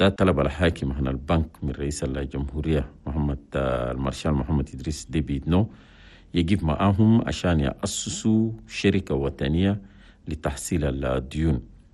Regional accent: Chad; في بلدنا تشاد

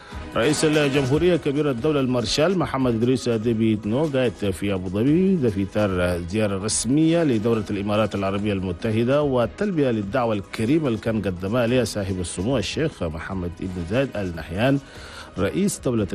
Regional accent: Chad; نفس الساعة في كل الأقاليم على بلدنا تشاد

